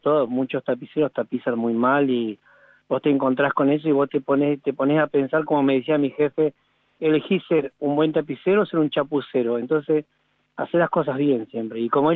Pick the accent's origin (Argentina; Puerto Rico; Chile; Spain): Argentina; General Roca, Río Negro; born there; moved away as an adult; now in Neuquén, Argentina; No, nacido en General Roca, Río Negro y me vine acá a los 26 años.